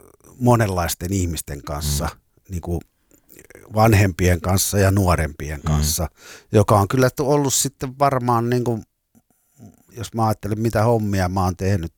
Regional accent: Lapua, South Ostrobothnia, Finland; Mä oon kotoisin pienestä Ruhan kylästä, maalaiskylästä, Lapua ja Seinäjoen puolesta välistä.

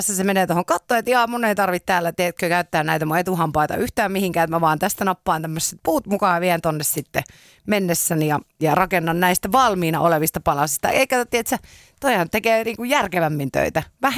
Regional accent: Helsinki, Uusimaa, Finland; Ja sitten helsinkiläisenä miettii, että miten noita joku tästä rajaa niin kuin peräkärryllä pois.

